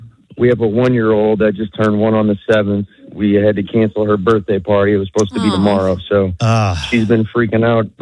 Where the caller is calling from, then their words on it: Freeport, Florida, United States; we're out here in Freeport, about 6 miles east of 331